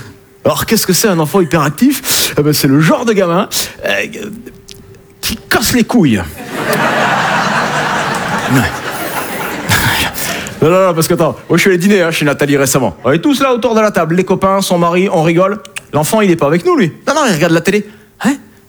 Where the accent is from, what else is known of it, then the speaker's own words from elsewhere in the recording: south of France, France; Hein, je viens du sud de la France.